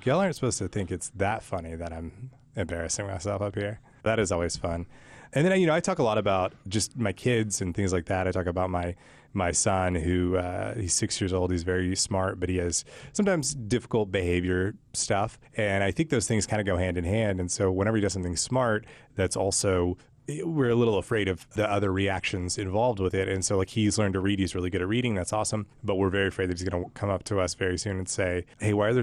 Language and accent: English; Tyler, Texas, United States; Yeah, so I grew up in Tyler, Texas, which is 100 miles east of Dallas. So it's a little country, but it's still a city. So it's not like a small town, but we're surrounded by lots of small towns.